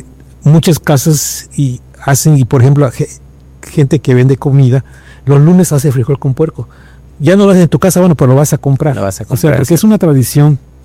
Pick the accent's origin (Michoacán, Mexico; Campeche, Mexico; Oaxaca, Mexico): Campeche, Mexico; yo soy de Santana